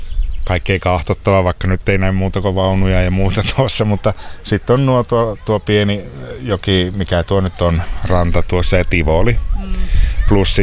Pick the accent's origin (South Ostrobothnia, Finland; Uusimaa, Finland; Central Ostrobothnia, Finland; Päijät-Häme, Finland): Central Ostrobothnia, Finland; Kokkola; Kokkolasta tultiin tänään itse asiassa.